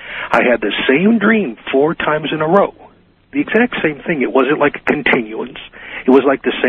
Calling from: Riverside, California, United States; I'm calling from Riverside.

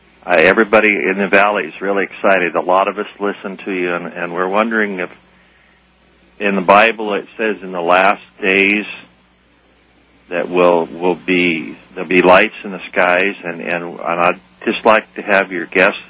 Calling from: Eugene, Oregon, United States; I'm listening to you on KPNW here in Eugene, Oregon.

